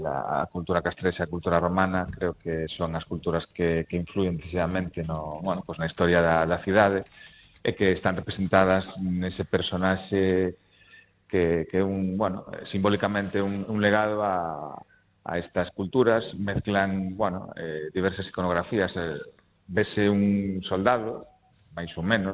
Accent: Lugo, Galicia, Spain; de facer como lucense, recuperando un pouco a historia de Lugo

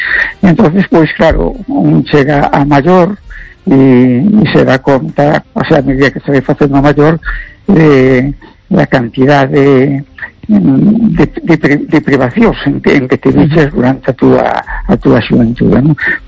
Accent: Ferrol, Galicia, Spain; born there

